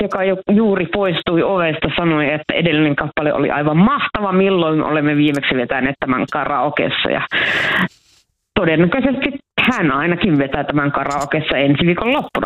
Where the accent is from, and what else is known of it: Oulu, North Ostrobothnia, Finland; born or raised there